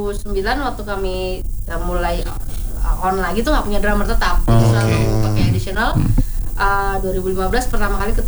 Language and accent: Indonesian; Jakarta, Indonesia; Saya sebenarnya orang tua saya Jawa Tengah tapi saya dari kecil di Jakarta.